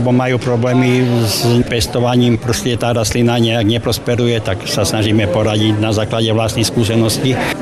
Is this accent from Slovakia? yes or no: yes; Sobrance District, Košice Region, Slovakia; pochádzam z okresu Sobrance